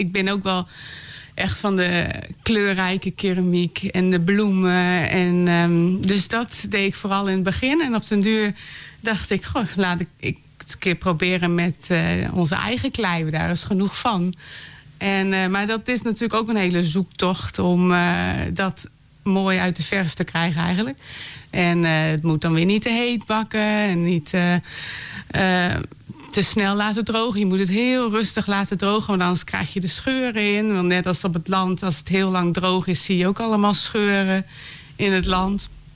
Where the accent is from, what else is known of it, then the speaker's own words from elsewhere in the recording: Groningen, Netherlands; Ik ben ook geboren in de Reiderwolderpolder. Dus ben een boerendochter.